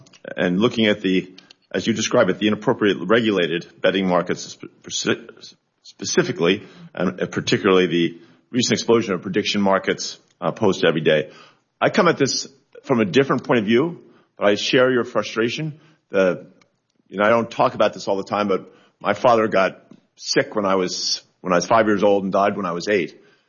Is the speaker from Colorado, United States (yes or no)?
yes; Colorado, United States; Many states, including my home state of Colorado, prohibit sports books from advertising to minors under 21